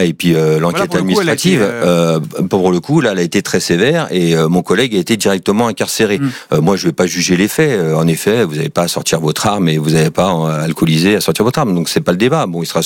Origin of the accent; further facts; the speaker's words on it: Île-de-France, France; Je suis issu de Seine-Saint-Denis, du 93. Mes parents y habitent toujours dans des cités HLM.